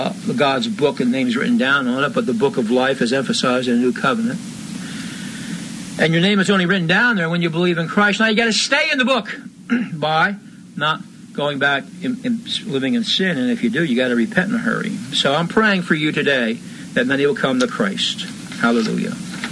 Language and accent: English; Bethlehem, Pennsylvania, United States; I'm from Bethlehem, Pennsylvania